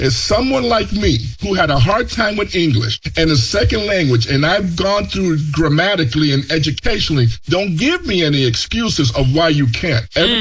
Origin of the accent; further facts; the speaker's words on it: Chicago, Illinois, United States; English is a second language; I grew up in the projects of Chicago